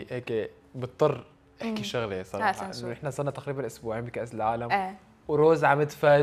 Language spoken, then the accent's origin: Arabic; Syria; نحن شاب سوري